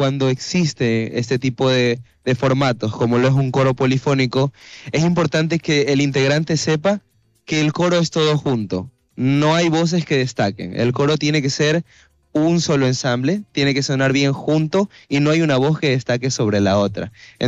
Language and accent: Spanish; Manabí, Ecuador; somos de Manabí.